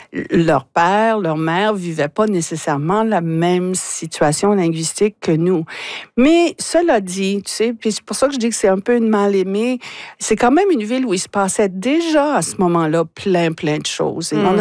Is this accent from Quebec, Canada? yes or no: no; Moncton, New Brunswick, Canada; Ça fait que nous, on a grandi à Moncton